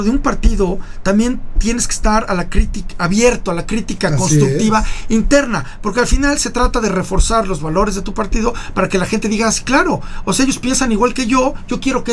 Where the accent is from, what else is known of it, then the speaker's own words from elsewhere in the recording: Mexico; eso es lo que queremos como mexicanos, como ciudadanos.